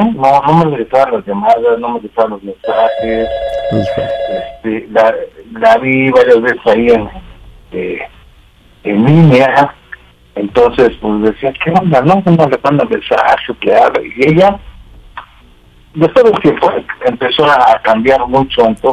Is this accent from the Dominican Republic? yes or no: no; Mexico City, Mexico; De la Ciudad de México.